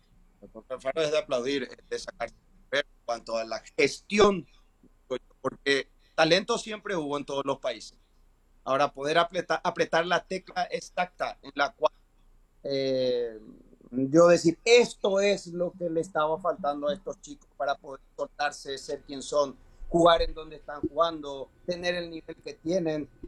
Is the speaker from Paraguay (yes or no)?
yes; Paraguay